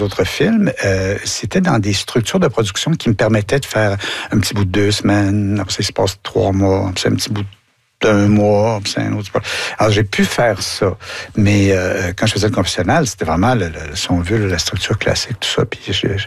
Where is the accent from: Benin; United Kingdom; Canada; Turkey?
Canada; Quebec; suis tellement fier d'aller travailler à Stratford en Ontario, dans un festival Shakespeare, et montrer en tant que Québécois ce que les mots veulent dire